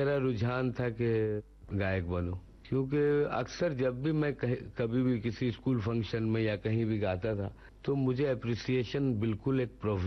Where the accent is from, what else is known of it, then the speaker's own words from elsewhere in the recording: Kolkata, West Bengal, India; मैं कलकत्ते का ही हूँ, वहीं पैदा हुआ, पला बढ़ा और बड़ा ही मजहबी किस्म का खानदान है हमारा, रिलीजियस टाइप, सादा लोग बिल्कुल